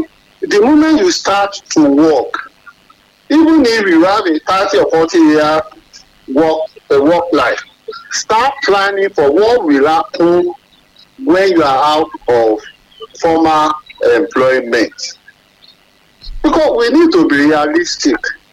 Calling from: Ibadan, Oyo, Nigeria; I'm here from Akobo.

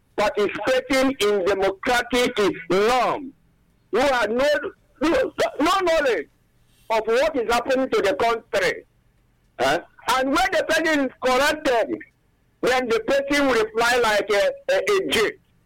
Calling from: Isokom, Ebonyi, Nigeria; I'm calling from Isokom in Onitsha local government area of Ebonyi State.

